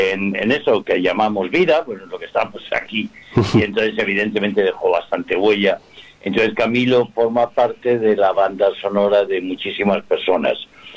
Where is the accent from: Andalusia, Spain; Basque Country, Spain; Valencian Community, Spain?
Valencian Community, Spain; Alcoy; No, hombre, sí, y no solamente eso, sino teníamos un amigo en común que también era de Alcoy